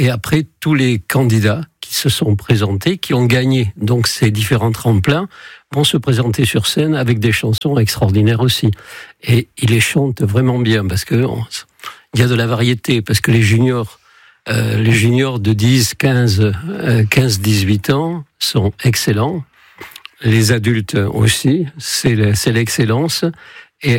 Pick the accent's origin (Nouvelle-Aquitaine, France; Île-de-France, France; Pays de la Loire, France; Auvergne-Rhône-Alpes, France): Nouvelle-Aquitaine, France; Mont-de-Marsan; now in Dax, France; les Landes, qui est mon pays d'origine, évidemment, puisque je suis à Montois d'origine, et d'Acquois depuis quelques années.